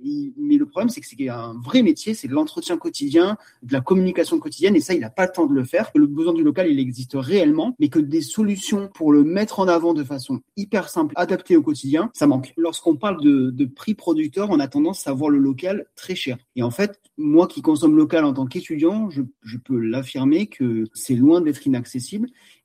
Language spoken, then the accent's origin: French; Provence-Alpes-Côte d'Azur, France; Nous, on est originaire des Hautes-Alpes et c'est vrai qu'on a toujours été habitués à bien manger, à bien consommer.